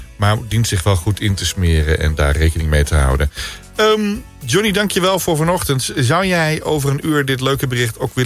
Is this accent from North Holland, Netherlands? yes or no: no; Apeldoorn, Gelderland, Netherlands; Waar ik ben opgegroeid in Apeldoorn, daar kwamen ze wel echt zo de wijk in rijden, ja.